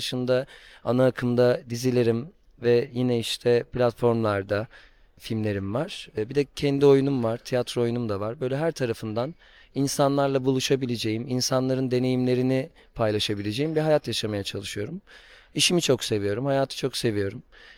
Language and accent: Turkish; Istanbul, Turkey; ben İstanbul Fatih'te doğdum, büyüdüm. Hem böyle muhafazakar hem çok illegal bir yerdi ve çocukluğum da sokakta geçti açıkçası.